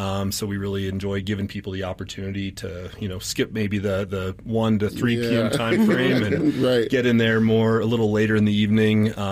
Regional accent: New Mexico, United States; moved away; I grew up in New Mexico, loved the zoo there.

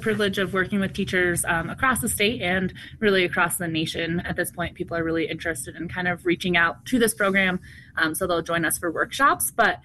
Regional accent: Cortez, Colorado, United States; I grew up in Cortez, Dolores area.

